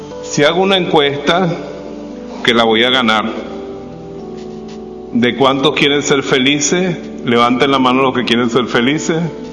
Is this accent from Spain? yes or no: no; Venezuela; Yo soy de Venezuela. Estoy sustituyendo al padre por unos momentitos, pero no crean, no. Él sigue aquí. Yo ando de paso a Tierra Santa.